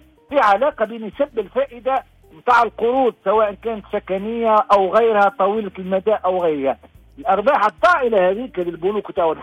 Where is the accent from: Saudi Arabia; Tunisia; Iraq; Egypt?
Tunisia; ما انا شعب تونسي.